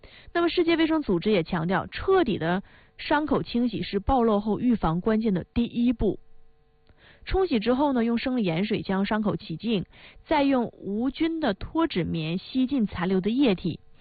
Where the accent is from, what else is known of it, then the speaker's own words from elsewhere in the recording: Northeast China, China; accent: Northeastern Mandarin; 它会有明显的刺痛感，就是我们东北话说的它沙挺。